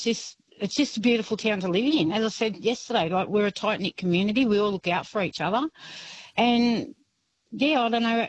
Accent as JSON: {"language": "English", "town": "Penrith", "region": "New South Wales", "country": "Australia", "lives_now": "Tullamore, Australia", "said": "And what Penrith."}